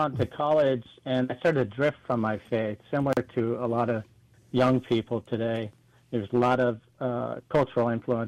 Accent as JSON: {"language": "English", "region": "Alaska", "country": "United States", "tie": "born or raised there", "also_born_or_lived": "Washington", "moved": "yes", "said": "Okay, I grew up in Alaska, and in my youth, and moved to Washington with my parents to get to know my grandparents a little bit."}